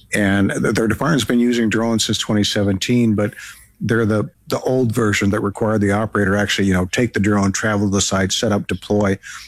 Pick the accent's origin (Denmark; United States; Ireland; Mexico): Mexico; moved away; when I was growing up in Mexico, very often we would travel by train with sleeper cars.